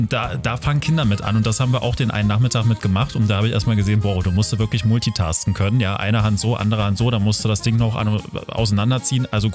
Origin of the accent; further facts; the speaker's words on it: Burg, Saxony-Anhalt, Germany; Und in Burg bei Magdeburg, meine Heimat, da gibt es eine super Lehrerin